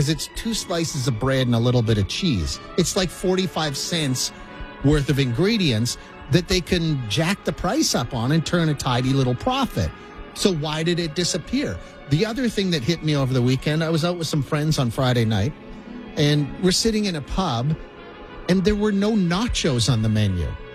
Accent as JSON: {"language": "English", "town": "Moose Jaw", "region": "Saskatchewan", "country": "Canada", "tie": "born or raised there", "said": "I grew up in Moose Jaw, Saskatchewan"}